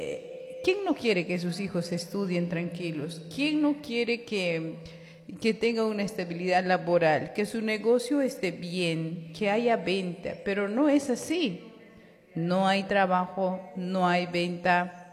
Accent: Bolivia; nosotros como bolivianos y bolivianas ya mayores de edad

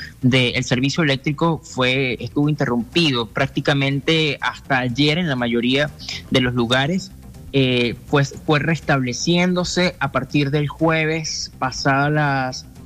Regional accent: Venezuela; mis connacionales venezolanos

